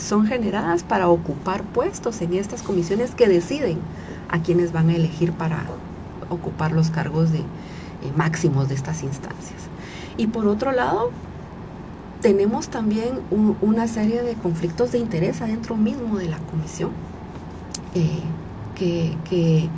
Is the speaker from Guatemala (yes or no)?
yes; Guatemala; nosotras como guatemaltecas